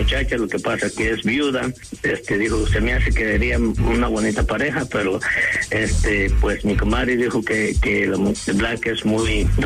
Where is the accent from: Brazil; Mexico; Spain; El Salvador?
Mexico; Ciudad Altamirano, Guerrero; Soy de Ciudad Altamirano.